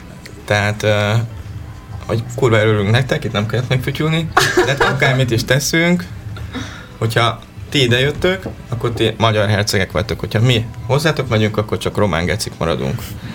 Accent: Bács-Kiskun, Hungary; Én például Bács-megyéből származom

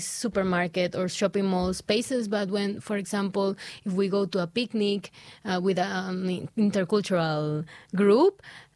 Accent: Ecuador; English is a second language; now in Budapest, Hungary; Budapest is kind of a silent in comparison with my hometown, silent city. So it's not that you listen to music everywhere. In Ecuador, sometimes you can find a speaker in the toilet.

